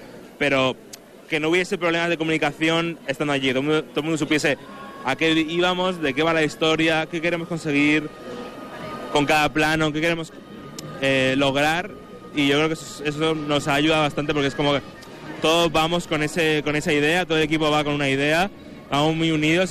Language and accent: Spanish; Albacete, Castilla-La Mancha, Spain; No, yo soy de Albacete.